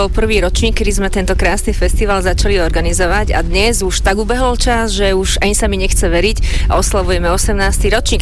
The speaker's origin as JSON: {"language": "Slovak", "town": "Levice", "region": "Nitra Region", "country": "Slovakia", "said": "U nás v Leviciach, mnohí to veľmi dobre poznajú, v Leviciach je strašne teplo v lete"}